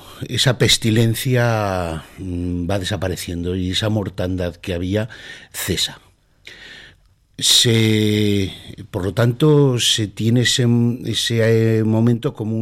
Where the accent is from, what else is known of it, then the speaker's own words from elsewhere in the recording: Tardienta, Aragon, Spain; Yo soy de Tardienta.